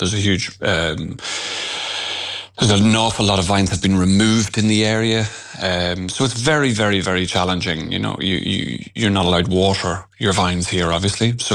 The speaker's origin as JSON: {"language": "English", "country": "Ireland", "moved": "as an adult", "lives_now": "France", "said": "I'm Irish, but we're here 10 years at this stage."}